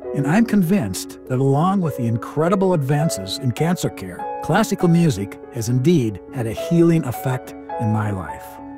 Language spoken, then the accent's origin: English; Minneapolis, Minnesota, United States; I'm from Minneapolis.